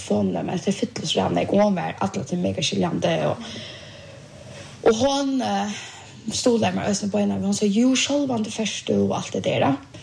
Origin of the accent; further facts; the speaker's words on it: Bulgaria; Swedish is a second language